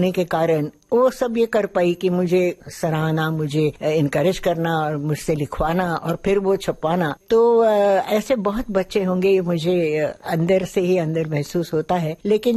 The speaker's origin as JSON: {"language": "Hindi", "town": "Pune", "region": "Maharashtra", "country": "India", "tie": "born or raised there", "also_born_or_lived": "Lucknow", "said": "हाँ, पुणे आ गई और नाना के पास, मतलब अपने पिता के पास, मेरे नाना अप्पा हम कहते थे। और तब से मैं उनकी छत्र छाया में पली बड़ी।"}